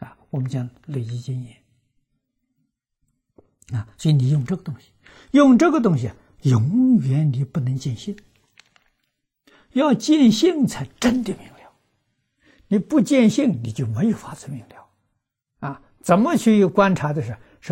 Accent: China

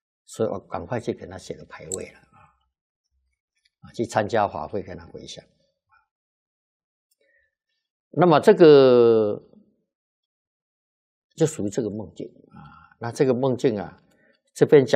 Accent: Wudu, Keelung, Taiwan; 因为我小时候在那个戏子要我们以前住五堵那么要我母亲初二回娘家那个时候还没有桥我那个三舅那个时候也在摆渡所以要坐那个渡船。

